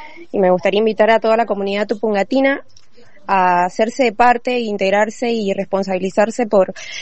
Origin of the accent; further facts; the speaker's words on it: Argentina; nos merecemos la libertad y la soberanía como patriotas y como argentinos y como comunidad